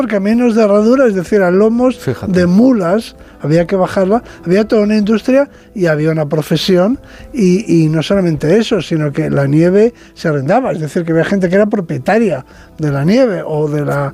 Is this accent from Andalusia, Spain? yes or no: no; Bilbao, Basque Country, Spain; yo todavía he conocido de niño, en mi casa, en Bilbao, por ejemplo, no había frigoríficos